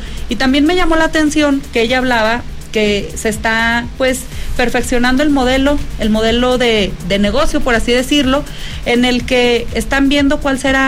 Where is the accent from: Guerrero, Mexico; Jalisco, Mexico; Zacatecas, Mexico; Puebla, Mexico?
Zacatecas, Mexico; Fresnillo; soy de Fresnillo